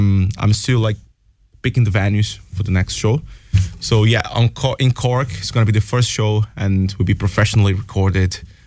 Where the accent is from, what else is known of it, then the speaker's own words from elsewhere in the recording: Brazil; now in Ireland; I'm from Brazil as a Brazilian man.